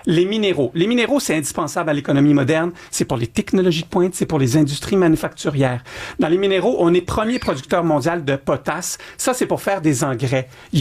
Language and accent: French; Quebec, Canada; en tant que Canadien, Québécois